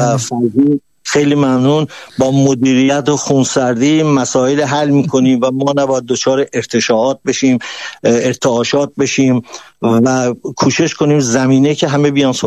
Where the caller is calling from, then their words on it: Karaj, Alborz, Iran; من اهل کرجم، البرزم